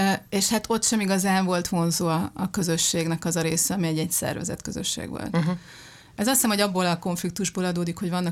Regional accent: Hungary; moved away as an adult; also born or lived in Paris, France; együtt kell lennünk, mert magyarok vagyunk.

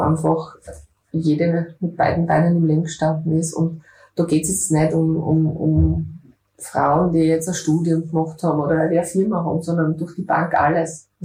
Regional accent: Graz, Styria, Austria; now in Fürstenfeld, Austria; ich bin jetzt als Grazer wieder retour. Also ich habe in Fürstenfeld dann gewohnt.

